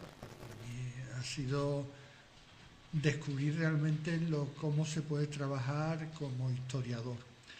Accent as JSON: {"language": "Spanish", "town": "Seville", "region": "Andalusia", "country": "Spain", "said": "Yo soy de Sevilla."}